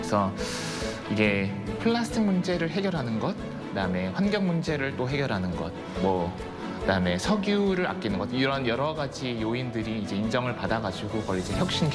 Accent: Daejeon, South Korea; 카이스트 바로 옆에서 태어나서 자라왔습니다.

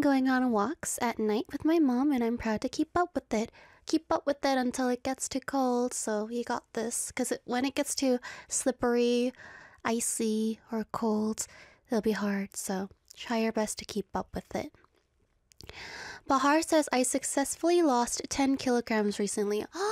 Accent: South Korea; I'm from Korea.

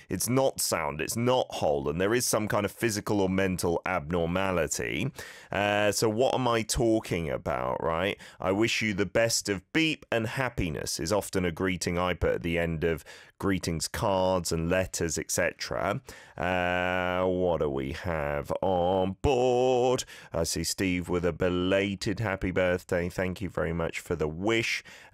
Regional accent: United Kingdom; now in South Korea; We do get health checkups more regularly and from a younger age in Korea than in my home country of the UK.

